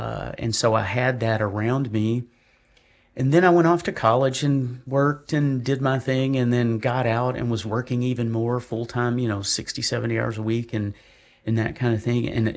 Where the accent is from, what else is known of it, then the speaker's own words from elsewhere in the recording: Arkansas, United States; accent: Southern; moved away as an adult; also born or lived in Kansas; I'm originally from Arkansas, so if you hear a hint of an accent, I can get one in that Moonlight Magnolia Draw going on. So, I was born and raised in the South. I was not a cradle Catholic. I'm a bassinet Baptist, and grew up in the faith as a Southern Baptist.